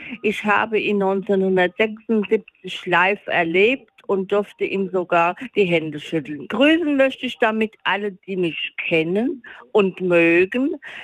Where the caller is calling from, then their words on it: Rodgau, Hesse, Germany; Ich rufe aus Rottgau-Niederroden an.